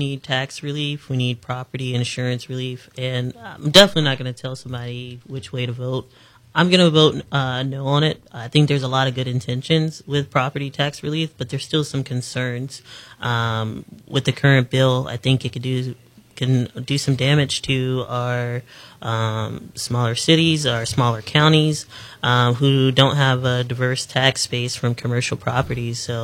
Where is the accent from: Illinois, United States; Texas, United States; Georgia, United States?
Texas, United States; born there; I was born in Texas.